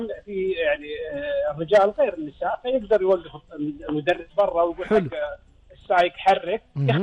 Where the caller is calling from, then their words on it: Kuwait; الكويت، صار لي شهر واجد.